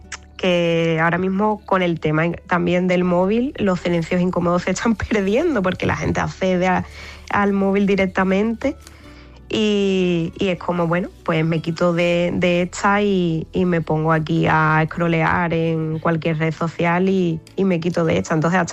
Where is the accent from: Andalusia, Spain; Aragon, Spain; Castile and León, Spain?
Andalusia, Spain; Barbate; now in Seville, Spain